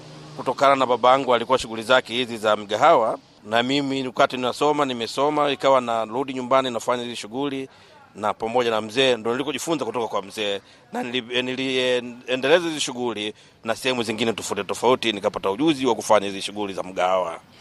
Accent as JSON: {"language": "Swahili", "town": "Mueda", "region": "Cabo Delgado", "country": "Mozambique", "tie": "born or raised there"}